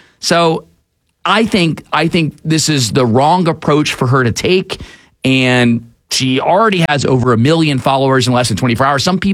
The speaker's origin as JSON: {"language": "English", "town": "Atlanta", "region": "Georgia", "country": "United States", "tie": "born or raised there", "said": "I've lived in America my entire life, born and raised in Atlanta, Georgia."}